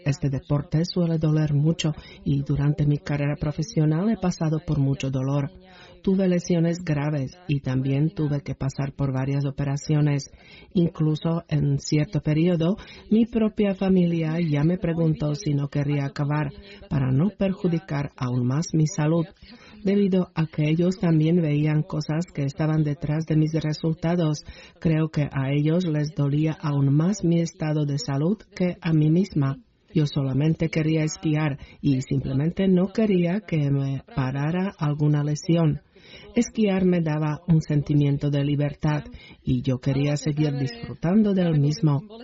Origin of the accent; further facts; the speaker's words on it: southern Slovakia, Slovakia; provengo del sur de Eslovaquia y aunque no se trata de una tierra plana, tampoco es montañosa y en mi familia tampoco se esquiaba.